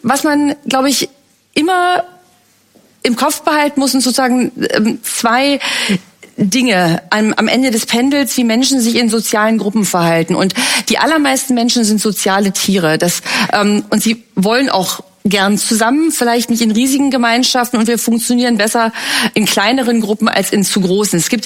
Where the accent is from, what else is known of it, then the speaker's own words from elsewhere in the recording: East Germany, Germany; Und nun komme ich zufälligerweise aus dem Land, wo die Partei die Macht hatte